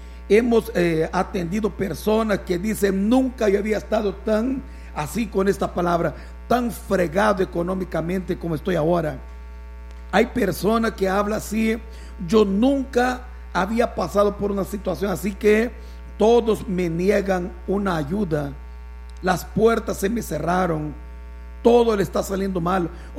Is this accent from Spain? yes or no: no; El Salvador; como decimos, así como buen salvadoreño